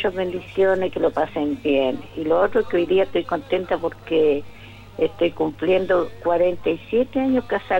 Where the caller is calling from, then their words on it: Chillán Viejo, Ñuble, Chile; de Chillán Viejo.